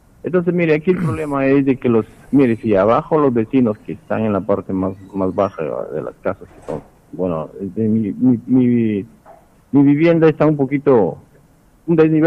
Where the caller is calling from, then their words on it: Morales, San Martín, Peru; Nosotros estamos llamando, yo llamo de Morales.